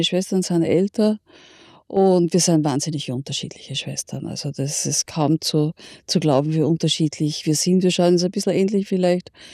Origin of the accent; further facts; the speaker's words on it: Linz, Upper Austria, Austria; moved away as an adult; now in Vienna, Austria; Also ich bin in Linz geboren, in Linz aufgewachsen, in Linz zur Schule gegangen